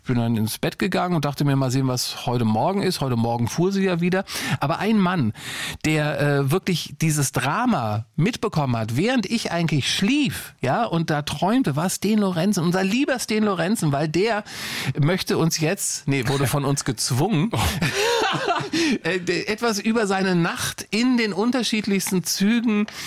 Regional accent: Lower Saxony, Germany; born there; Ich bin da geboren in der Nähe von Wolfsburg. Vielleicht wart ihr ja mal in meinem Heimatort.

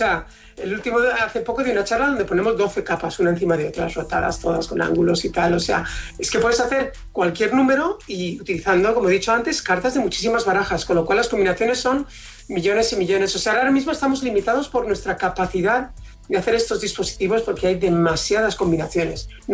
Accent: Valencian Community, Spain; Aquí la gente llama a cualquier cosa paella y como buen valenciano nos tenemos que corregir y puntualizar mucho.

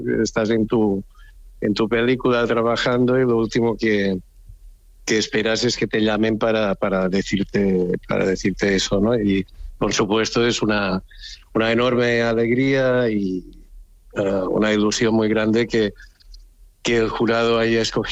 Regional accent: Balearic Islands, Spain; yo soy mallorquín, vivo aquí en Mallorca

